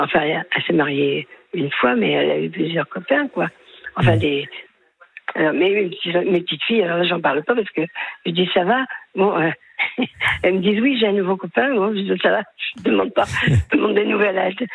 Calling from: Chalon-sur-Saône, Bourgogne-Franche-Comté, France

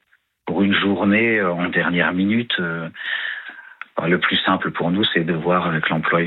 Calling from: Grand Est, France; Moi, j'habite en Alsace, dans le Bas-Rhin.

